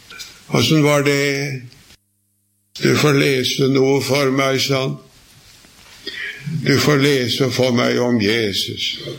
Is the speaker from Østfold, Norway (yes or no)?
yes; Sarpsborg, Østfold, Norway; hjemme i Sarpsborg, jeg vokste opp der.